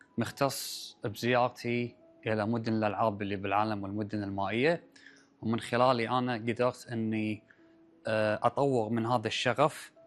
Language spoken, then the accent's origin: Arabic; Kuwait; born there; من 2012، من صار 2012، أنا بلشت هني أسافر برا الكويت